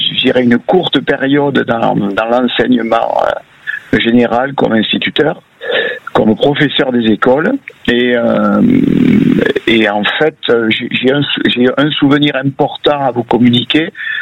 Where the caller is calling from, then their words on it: Sommières, Occitanie, France; je vous appelle de Sommières, dans le Gard.